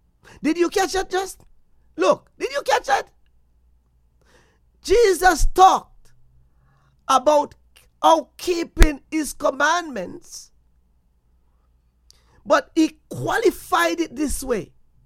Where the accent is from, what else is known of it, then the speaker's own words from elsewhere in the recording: Jamaica; And sometimes, look, as a Jamaican, yes, there are days then we as parents growing, when our parents was growing up, and we as children, we would listen to the elders in our community.